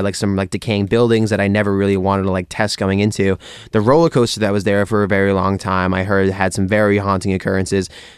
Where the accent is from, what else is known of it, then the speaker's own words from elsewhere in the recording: Westport, Massachusetts, United States; So let's start with my hometown of Westport, Massachusetts, and the surrounding towns of Fall River and Dartmouth.